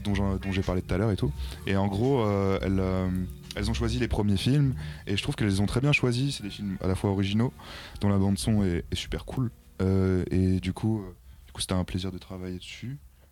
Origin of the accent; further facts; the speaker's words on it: Paris, Île-de-France, France; born there; Bah en fait, moi, je suis né à Porte de la Chapelle